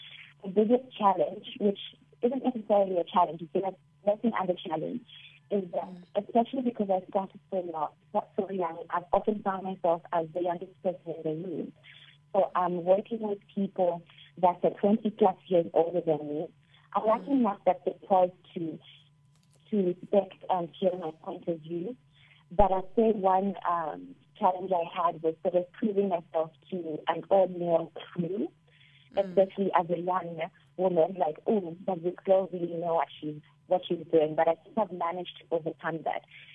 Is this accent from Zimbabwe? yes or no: yes; Zimbabwe; moved away as an adult; also born or lived in South Africa; now in Lusaka, Zambia; I have a special place in Zimbabwe because I grew up in Zimbabwe and I went to university in South Africa.